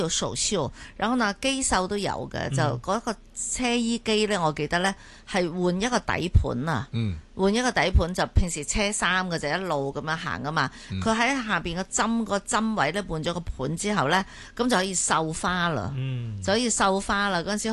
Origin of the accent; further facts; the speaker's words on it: Chaozhou, Guangdong, China; 即系同我哋潮州人打拼嘅性格系有关嘅。